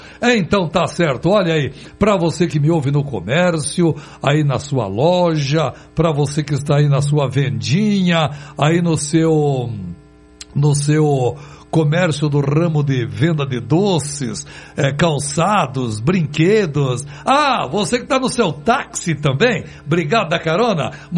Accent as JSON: {"language": "Portuguese", "town": "Guaíra", "country": "Brazil", "tie": "born or raised there", "said": "eu fui criado numa casa lá em Guaíra, numa casa de brasilite, lá em Cavalo Morto, onde eu nasci, viu?"}